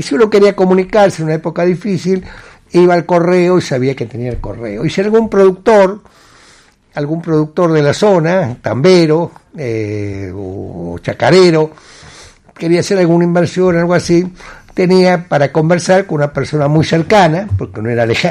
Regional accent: Sunchales, Santa Fe, Argentina; Yo nací en Sunchales

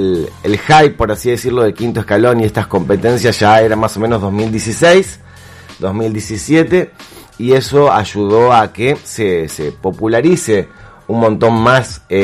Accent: Santa Fe, Argentina; como argentinos y como santafesinos.

